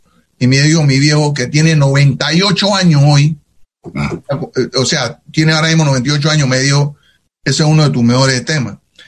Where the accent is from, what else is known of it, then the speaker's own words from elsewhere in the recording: Panama; now in New York, United States; Mi papá. Eso fue lo que me hizo a mí fuerte cuando yo salí de Panamá y llegué a Nueva York, donde la droga andaba por todos lados